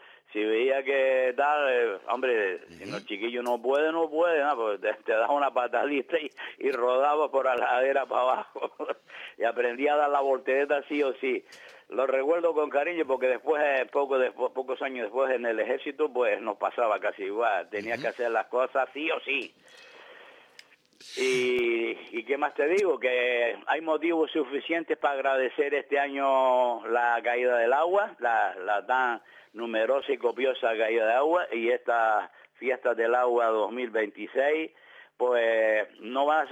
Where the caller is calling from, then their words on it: Canary Islands, Spain; todos nosotros los canarios